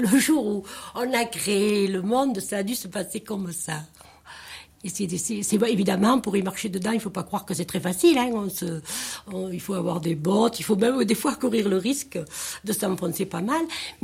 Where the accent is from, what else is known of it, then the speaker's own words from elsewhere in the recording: Occitanie, France; Moi, je suis plutôt du Cos, si on regarde d'où je viens. Mais j'aime bien la Margeride aussi. J'aime bien ce qu'on appelle ici la Haute Lozère.